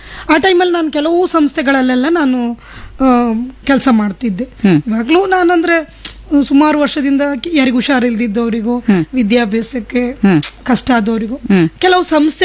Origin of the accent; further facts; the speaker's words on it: Vakwadi, Karnataka, India; ನನ್ನ ಊರು ಒಕ್ಕವಾಡಿ